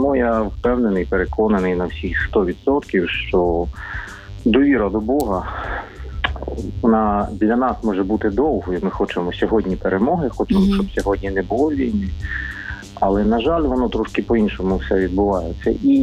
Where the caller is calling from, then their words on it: Odesa, Odesa Oblast, Ukraine; місто Одеса.